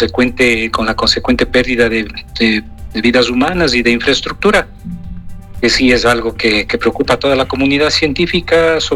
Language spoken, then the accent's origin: Spanish; Ecuador